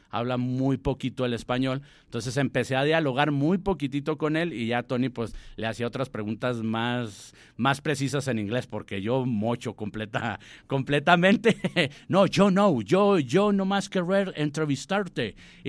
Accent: Mexico; que no dejara todo como buen mexicano al último.

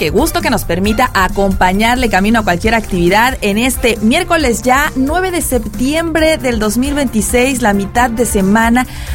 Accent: Mexico

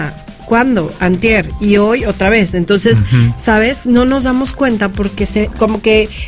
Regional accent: Mexico

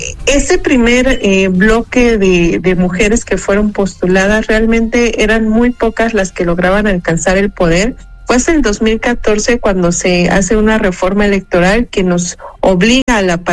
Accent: Mexico

